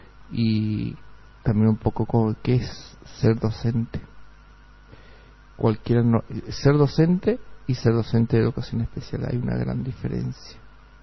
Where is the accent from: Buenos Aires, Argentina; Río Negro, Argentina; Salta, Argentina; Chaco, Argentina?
Chaco, Argentina; Las Breñas; now in San Martín, Argentina; porque yo soy de Las Breñas, vine hace 20, voy a cumplir 29 años que vine a San Martín